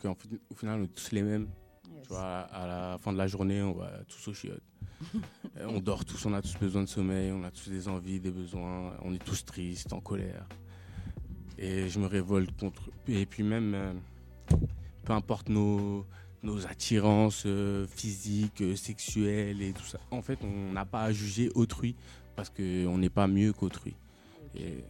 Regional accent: Algeria; Moi je suis algérien

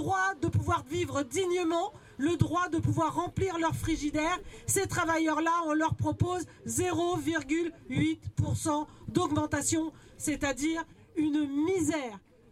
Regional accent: Melun, Île-de-France, France; je suis organisée aussi en tant que travailleuse à Solidaire, mais dans le 77, je viens de Melun

